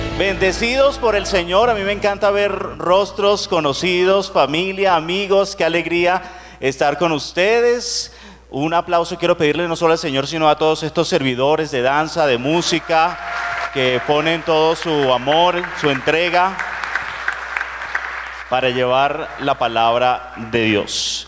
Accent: Venezuela; moved away as an adult; now in Colombia; Yo vengo de un hermoso país, vecino a este país, soy venezolano, tengo 8 años viviendo ya acá en Colombia

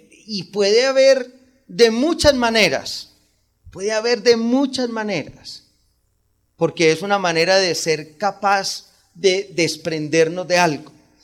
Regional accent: Antioquia, Colombia; Como los antioqueños todos creemos que todavía vivimos al lado del río y gritamos, sobre todo algunos.

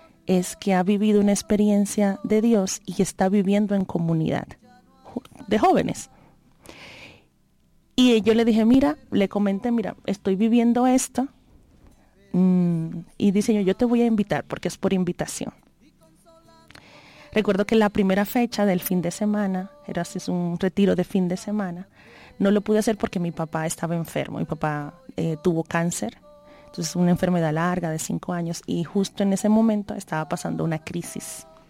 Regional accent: Dominican Republic; soy de República Dominicana, sí.

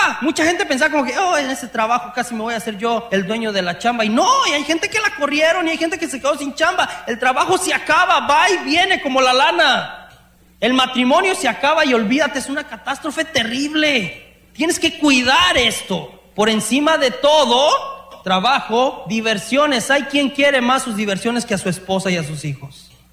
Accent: Mexico; now in United States; Tenemos un mal, muchos de los que venimos de México, venimos por el sueño americano.

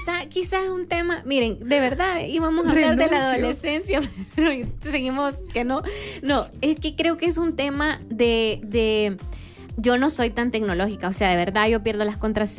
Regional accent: El Salvador

